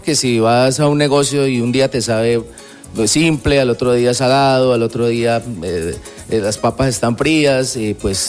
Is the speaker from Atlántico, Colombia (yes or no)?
no; Villavicencio, Meta, Colombia; Somos una empresa llanera, yo soy de aquí, de Villavicencio.